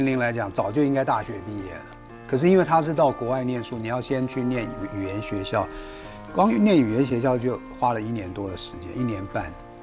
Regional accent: China; 如果论我们中国人讲说琴棋书画这四种技艺来讲

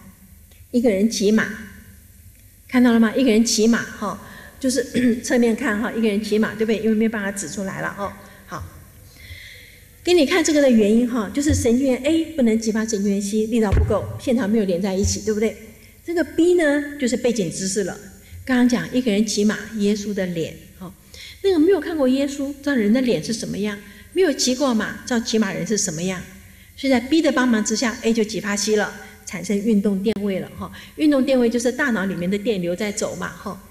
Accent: China; 因为对我们中国人来讲，四声是语音在左脑

